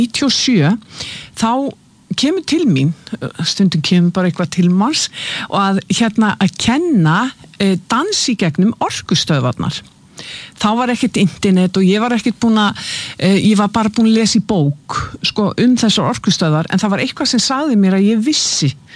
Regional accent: Keflavik, Southern Peninsula, Iceland; Ég fætt 1961, þannig að þegar ég að alast upp og sem unglingur og þegar við vorum krakkar, ég fætt og uppalinn í Keflavík í Bíllabænum

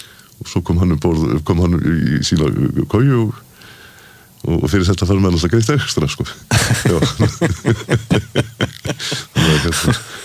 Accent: Svalvogar, Westfjords, Iceland; þegar ég er aðlast upp á Svalvávita tíma sem ég var þar og þá var okkur kent heima okkur bræðrum

